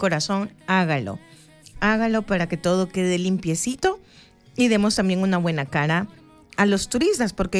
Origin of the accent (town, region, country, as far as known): El Salvador